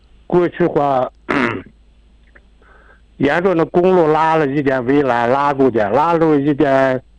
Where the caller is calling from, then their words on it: Bayanhot, Inner Mongolia, China; 我是阿拉善盟。阿拉善祖籍巴彦浩特镇。